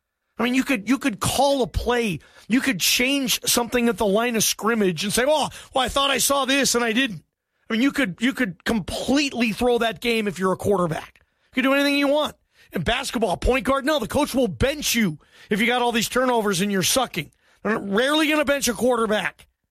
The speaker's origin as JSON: {"language": "English", "region": "Georgia", "country": "United States", "tie": "born there", "said": "Ooh, I was born in Georgia, Stuart. I bet you didn't know that."}